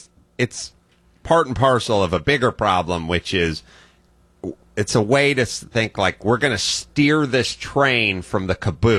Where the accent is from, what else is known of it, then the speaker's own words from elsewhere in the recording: North Hollywood, California, United States; Oh, yes. I'm from North Hollywood. That's the cradle of curling.